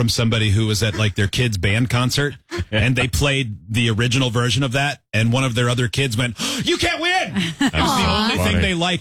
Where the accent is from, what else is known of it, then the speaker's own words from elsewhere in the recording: New Jersey, United States; Robin's an astronaut from New York. I'm an accountant from New Jersey.